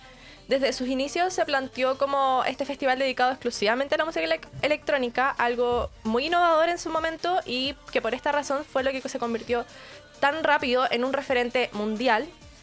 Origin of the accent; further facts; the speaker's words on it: Chile